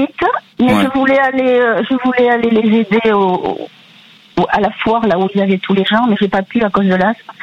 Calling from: France; je suis allée un peu m'exiler à cause de la fumée et de la poussière des incendies, parce que je suis de l'Asse.

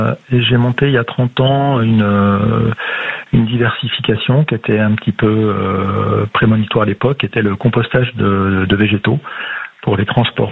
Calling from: Limours, Île-de-France, France; J'habite à Limours, dans l'Essonne, au sud, sud-ouest de Paris

